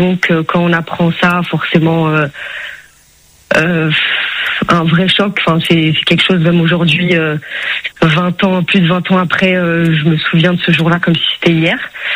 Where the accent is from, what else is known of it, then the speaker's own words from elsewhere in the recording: France; c'est d'avoir d'être né en France. On a grandi en France, on avait les papiers français.